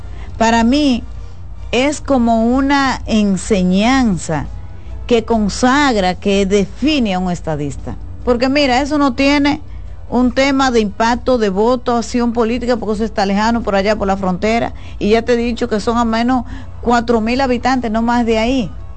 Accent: Santiago Rodríguez, Dominican Republic; born there; de mi pueblo, tú llegar a Loma de Cabrera por la vía que está ahora habilitada te toma entre 40 y 45 minutos.

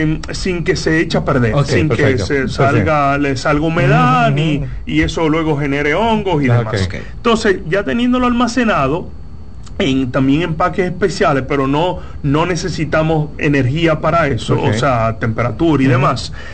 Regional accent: Dominican Republic; quizá ya lo notaron un poco en mi acento. Trato de ser diplomático, pero soy dominicano.

